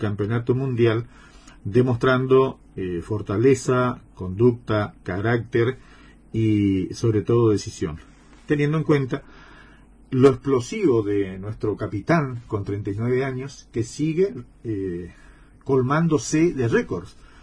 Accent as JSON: {"language": "Spanish", "country": "Argentina"}